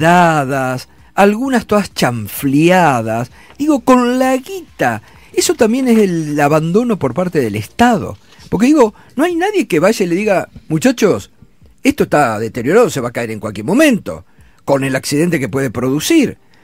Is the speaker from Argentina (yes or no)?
yes; Concepción del Uruguay, Entre Ríos, Argentina; yo soy de Concepción del Uruguay, más linda.